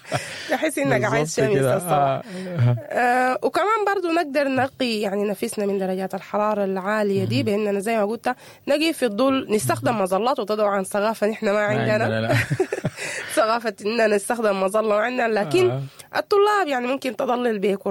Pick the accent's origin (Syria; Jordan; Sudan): Sudan; إحنا كشعب سوداني